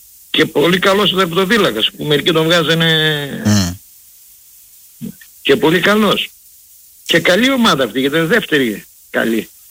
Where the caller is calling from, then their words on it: Germany; από Γερμανία.